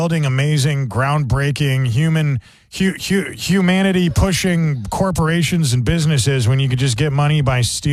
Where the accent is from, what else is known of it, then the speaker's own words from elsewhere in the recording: Midwest, United States; Heck yeah, dude. I'm from the Midwest. I love Sloppy Joes.